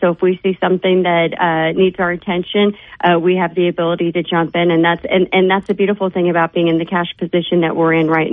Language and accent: English; Kentucky, United States; my home state of Kentucky